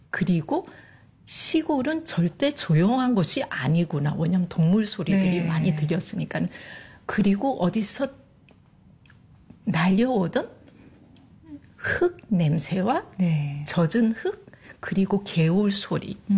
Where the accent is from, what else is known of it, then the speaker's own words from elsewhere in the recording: Paraguay; also born or lived in South Korea; now in Australia; 저는 한국에서 태어나고 남미 파라과이에서 자랐으며 그리고 인생의 한 40%를 호주에서 지내고 있는 그리고 커틴 대학교에서 한국학을 가르치고 있는